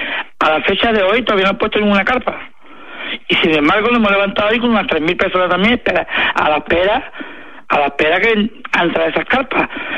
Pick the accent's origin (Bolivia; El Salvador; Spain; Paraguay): Spain; Yo precisamente soy musulmán y soy español de nacimiento.